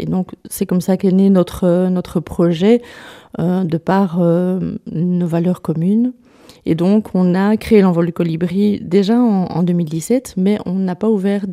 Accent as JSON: {"language": "French", "town": "Namur", "region": "Wallonia", "country": "Belgium", "said": "Alors non, moi je suis namuroise, pure souche."}